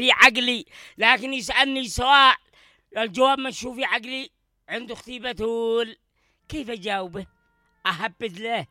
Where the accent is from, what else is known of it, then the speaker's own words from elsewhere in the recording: Yemen; ليش إحنا هنا في اليمن بنهتم به لهذا الدرجة ونسوي له إذاعة وفعاليته لبناني وإحنا يمنيين؟